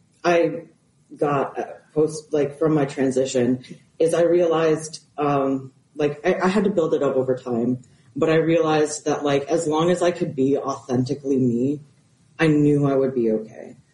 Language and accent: English; Wisconsin, United States; I grew up in Wisconsin.